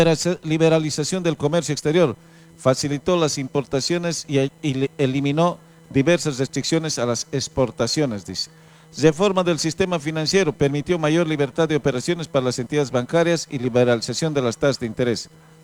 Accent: Bolivia; me encontraba con yactamasis ahí, como si estuviera en mi pueblo

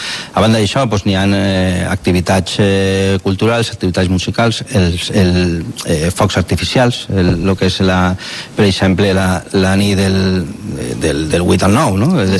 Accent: Valencian Community, Spain; Així ja som els valencians.

